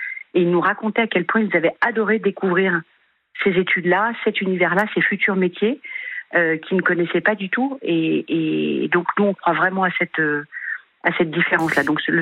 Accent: Lyon, Auvergne-Rhône-Alpes, France; C'est quand même, je suis une pure lyonnaise.

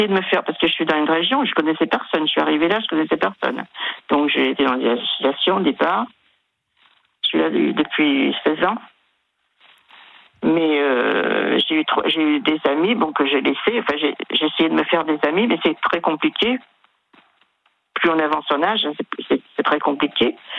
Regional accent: Brittany, France; born there; also born or lived in Centre region; now in Vendée, France; Moi, je suis bretonne, hein, je suis née en Bretagne

